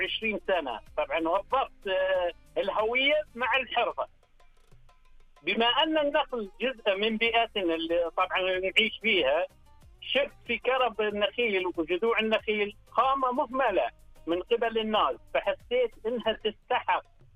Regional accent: Al-Ahsa, Eastern Province, Saudi Arabia; انا من الاحساء

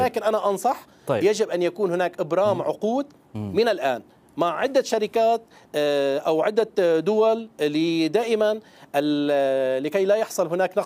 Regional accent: Syria; أنا هنا باعتباري كمواطن سوري غيور على هذا البلد

